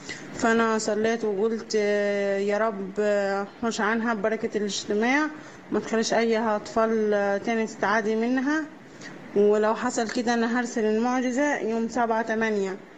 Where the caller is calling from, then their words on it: El Qusiya, Asyut Governorate, Egypt; انا بنت الرب من اسيوط القصيه